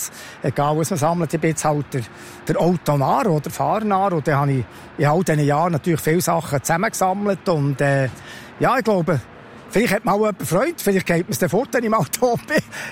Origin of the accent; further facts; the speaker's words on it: Switzerland; Aber das Problem ist, wir haben die Autoindustrie bei uns in der Schweiz nicht.